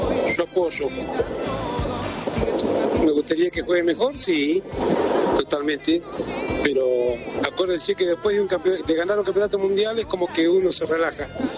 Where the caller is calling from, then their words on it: Coronel Pringles, Buenos Aires Province, Argentina; de Pringles.